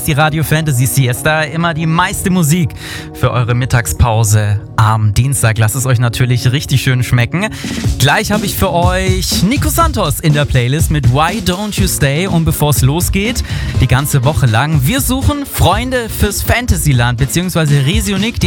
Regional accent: Munich, Bavaria, Germany; now in Augsburg, Germany; ich komme aus München

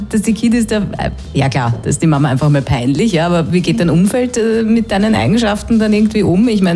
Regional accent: Austria; ich bin auch Schasauger, sagt man ja bei uns in Österreich.

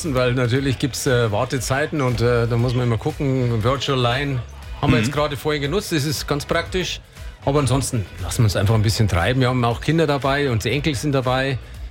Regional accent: Ingolstadt, Bavaria, Germany; Wir sind aus Bayern, aus Ingolstadt.

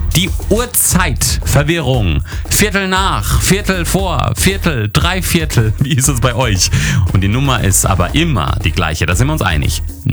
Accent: Baden-Württemberg, Germany; Ich bin in Baden aufgewachsen. Also bei uns ist es, glaube ich, mehr so, dass wir sagen 1/4 vor oder 1/4 nach.

